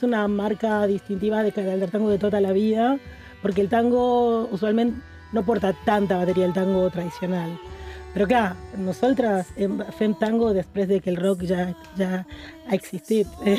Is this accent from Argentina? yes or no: yes; Mendoza, Argentina; A més, Ezequiel i jo ni tan sols som de Buenos Aires, som de Mendoza.